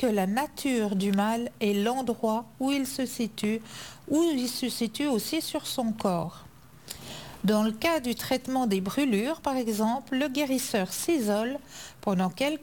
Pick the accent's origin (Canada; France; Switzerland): Switzerland; ici chez nous en Suisse